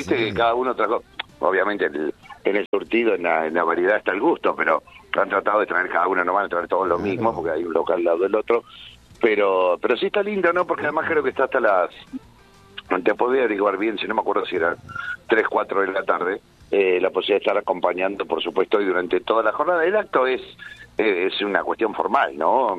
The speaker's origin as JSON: {"language": "Spanish", "country": "Argentina"}